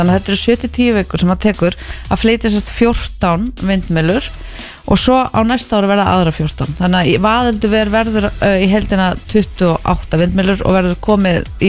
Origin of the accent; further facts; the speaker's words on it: Kópavogur, Capital Region, Iceland; við erum Kópavogsbúar